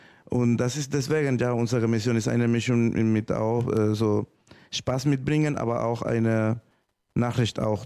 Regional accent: Nicaragua; German is a second language; now in Germany; Ich komme persönlich aus Nicaragua und wir haben da eine Diktatur und wir haben auch natürlich ein Lied für wegen dieses Thema auch geschrieben, weil hier in Deutschland niemand weiß von Nicaragua oder so.

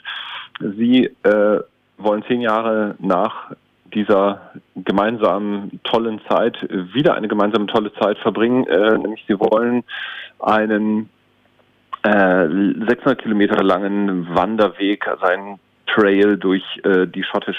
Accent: Northern Germany, Germany; moved away; ich komme ursprünglich aus dem Norden, ich kenne sowas.

